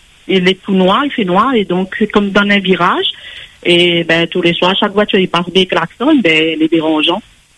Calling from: Réunion; J'habite à Saline-Léo.

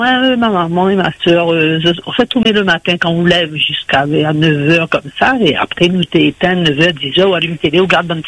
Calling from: Southern France, France; Dans le sud.

